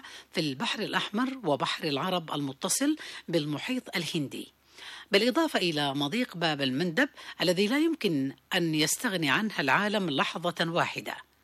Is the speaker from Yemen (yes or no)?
yes; Yemen; بلادنا اليمن الحبيب